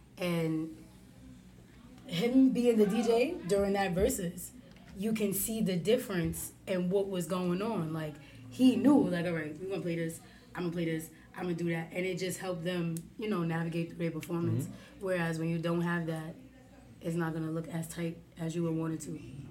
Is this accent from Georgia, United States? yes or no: no; New York City, New York, United States; I'm from Harlem